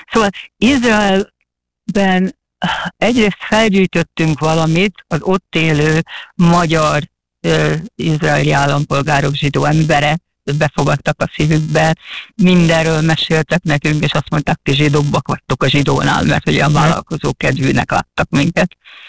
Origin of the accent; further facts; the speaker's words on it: Hungary; de úgy kezdtük, hogy mi magyarok vagyunk, én újságíró, barátnő, és azért megyünk, mert szeretnénk élő eleven tapasztalatot szerezni